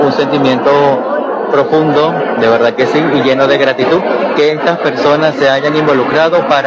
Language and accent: Spanish; Venezuela